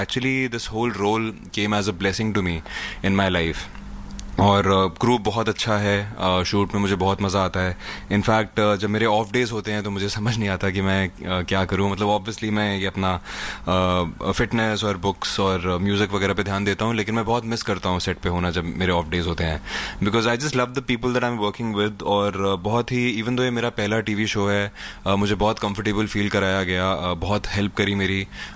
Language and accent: Hindi; Delhi, India; moved away as an adult; also born or lived in New York; now in Mumbai, India; मैं दिल्ली से हूँ। मैंने अराउंड जब मैं 17 साल का था तब तक मैं दिल्ली में था। उसके बाद मैं पढ़ाई के लिए चला गया था न्यूयॉर्क पढ़ने के लिए एंड कॉलेज के लिए। वहाँ पे मैं था अबाउट 4-5 ईयर्स। फिर मैं वापस आया और मैं बॉम्बे शिफ्ट हो गया।